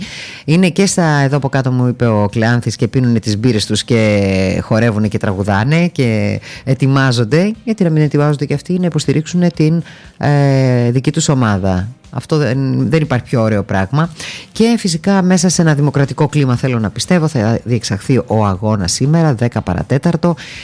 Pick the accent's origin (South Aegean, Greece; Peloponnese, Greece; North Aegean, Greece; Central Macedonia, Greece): Central Macedonia, Greece; Thessaloniki; Είμαστε και θερμοί εμείς και ως Έλληνες, αλλά και ως Θεσσαλονικής.